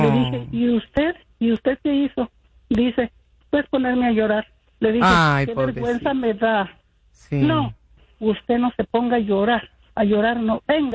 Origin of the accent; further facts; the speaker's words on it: Ameca, Jalisco, Mexico; born there; al cabo que yo nací en Jalisco, en el México, en Ameca, Jalisco.